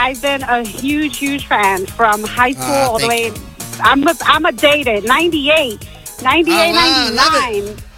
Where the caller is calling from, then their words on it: Pennsylvania, United States; Pennsylvania.